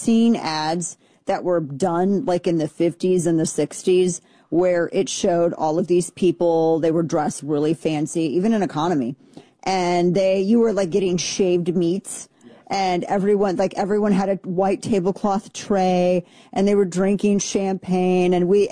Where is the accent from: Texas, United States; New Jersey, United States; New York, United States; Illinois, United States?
Texas, United States; I'm like, I am also from Texas.